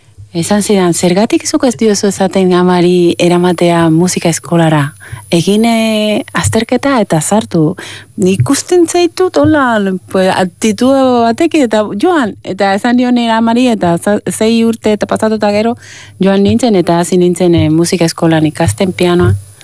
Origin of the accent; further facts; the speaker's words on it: Manzanillo, Granma, Cuba; Basque is a second language; moved away as an adult; also born or lived in Havana; now in Basque Country, Spain; ni jaio nintzen Manzanillo 1971